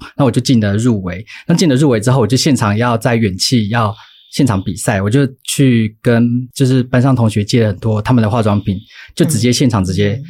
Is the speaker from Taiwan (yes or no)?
yes; Taichung, Taiwan; moved away as an adult; 因为我又在台北读书，因为我台中人。